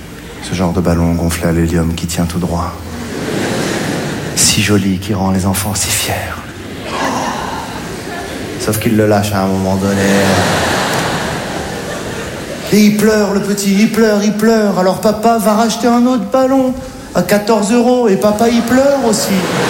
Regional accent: Morocco; born there; Je suis né au Maroc. Ce qui est bien quand t'es marocain

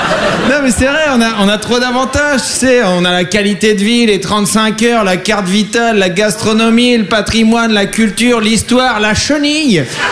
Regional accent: France; Je suis un spécimen rare, je suis un Français content.

